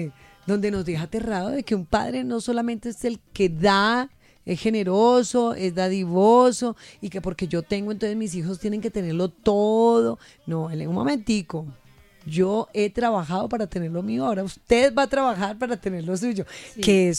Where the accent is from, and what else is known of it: Colombia